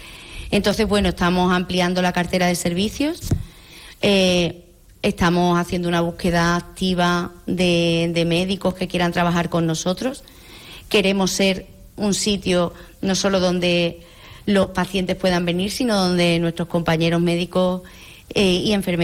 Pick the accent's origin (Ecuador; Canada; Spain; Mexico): Spain; Moguer, Andalusia; Hombre, a mi pueblo voy, ahora en cuanto salga voy a comer allí a casa de mi padre, ¿no?